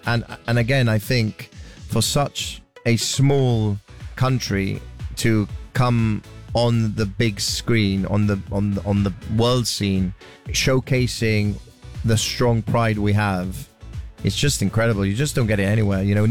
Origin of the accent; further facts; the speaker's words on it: Gibraltar; Yes, we are British, but we also have our unique Gibraltarian identity